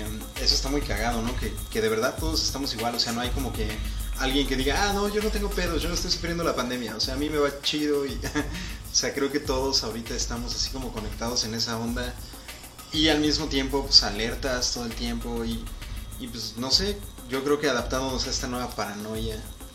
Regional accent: Querétaro, Mexico; la ciudad de Querétaro la amo y la odio, la amo porque soy de aquí, soy queretano, de los pocos que quedamos

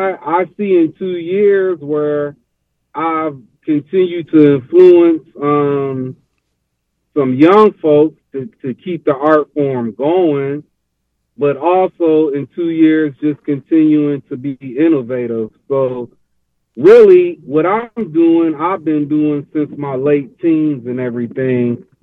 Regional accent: Detroit, Michigan, United States; also born or lived in Philadelphia; It's a combination with the way I was taught from … in Detroit, because I grew up between Detroit and Philly.

